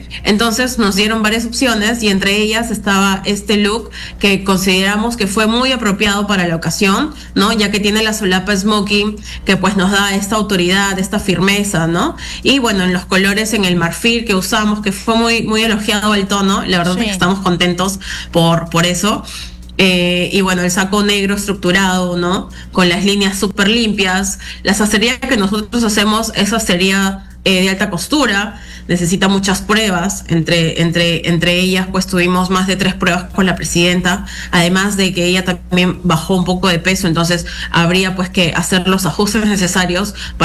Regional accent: Peru; nosotros como peruanos

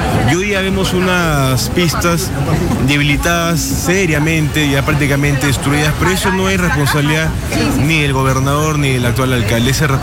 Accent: Peru; la identidad de cada uno de los peruanos.

